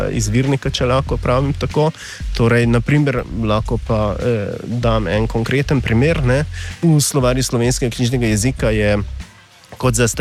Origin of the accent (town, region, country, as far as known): Hungary; Slovenian is a second language